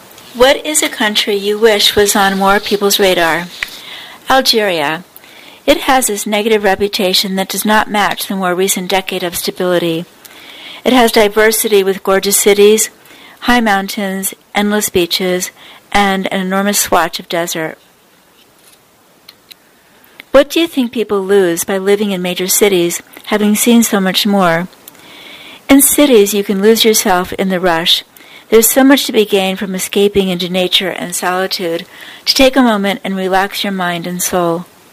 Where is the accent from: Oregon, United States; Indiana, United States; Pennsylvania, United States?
Indiana, United States; also born or lived in 15 countries; Growing up in Indiana, we often had tornado warnings where the sky would turn green and pink, followed by epic storms.